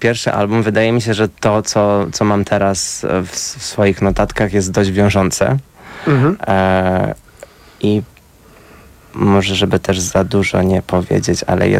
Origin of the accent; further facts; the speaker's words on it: Kielce, Świętokrzyskie Voivodeship, Poland; Może będzie reunion z moim rodzinnym miastem.